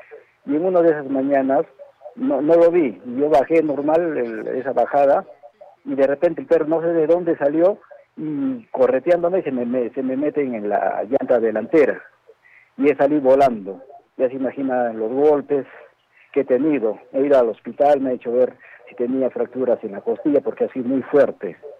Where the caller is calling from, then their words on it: Arequipa, Peru; Yo soy de Mariscal Castilla.